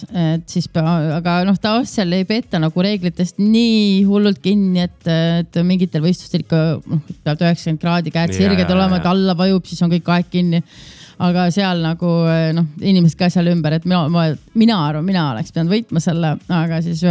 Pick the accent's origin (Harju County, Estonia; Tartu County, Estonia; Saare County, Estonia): Tartu County, Estonia; Kõrveküla; mina kasvasin üles Kõrvekülas